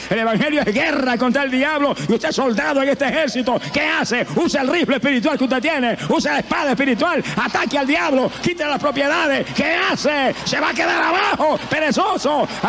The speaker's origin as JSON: {"language": "Spanish", "town": "Camuy", "country": "Puerto Rico", "tie": "born or raised there"}